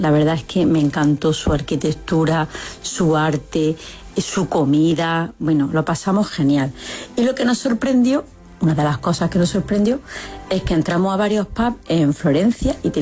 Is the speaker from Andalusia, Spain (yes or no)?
yes; Granada, Andalusia, Spain; nosotros que venimos de Granada, que las tapas son gratis